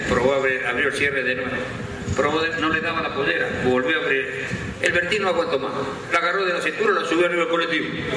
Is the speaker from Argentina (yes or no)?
yes; Valtelina, Argentina; moved away; cuando yo fui a Valtelina, mi pueblo